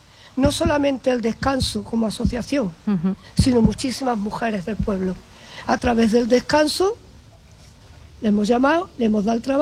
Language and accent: Spanish; Seville, Andalusia, Spain; now in Viator, Spain; 44 años adoptada. Soy sevillana.